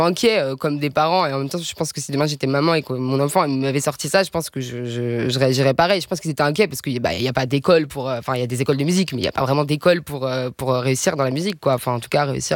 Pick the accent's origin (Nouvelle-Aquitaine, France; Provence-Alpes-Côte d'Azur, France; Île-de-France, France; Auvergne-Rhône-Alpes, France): Île-de-France, France; Montigny-le-Bretonneux; accent: Paris suburbs voice; je suis de banlieue parisienne, je viens de Saint-Quentin en Yvelines, Montigny-le-Bretonneux. Voilà, j'étais à la fois dans des jolis parcs, et à la fois il y avait les HLM à côté. Et en fait, j'ai passé une jeunesse très populaire